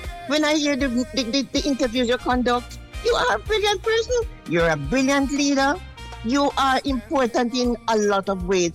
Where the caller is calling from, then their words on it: Jamaica; I'm fine, thank you. I'm calling from Jamaica.